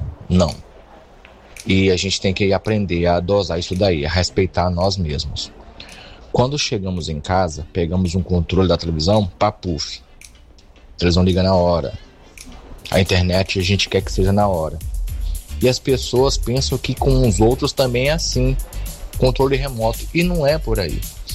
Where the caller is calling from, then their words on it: Amapá, Brazil; Eu, como enfermeiro aqui no estado do Amapá